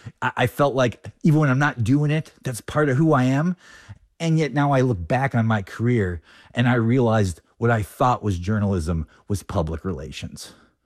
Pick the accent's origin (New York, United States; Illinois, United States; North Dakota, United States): North Dakota, United States; moved away as an adult; also born or lived in Ohio; I grew up in North Dakota and lived in Ohio, and after, you know, four years in Ohio, after, you know, 20, I think, you know, 6 years in North Dakota